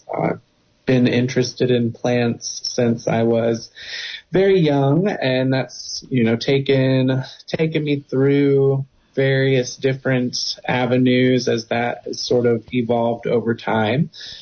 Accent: Indiana, United States; So, like, I grew up in Indiana.

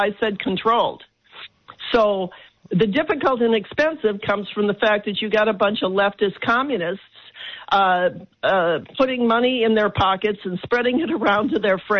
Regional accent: Chicago, Illinois, United States; I was looking when I grew up in Chicago. I saw these pretty high-rise buildings on the south side

